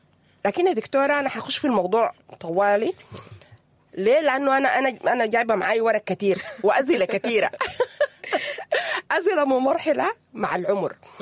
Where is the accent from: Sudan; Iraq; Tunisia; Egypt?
Sudan